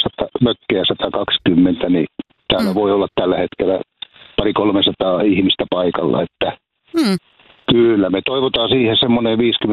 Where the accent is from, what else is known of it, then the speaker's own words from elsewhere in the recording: Päijät-Häme, Finland; born there; moved away; minä olen Murakasta kotosi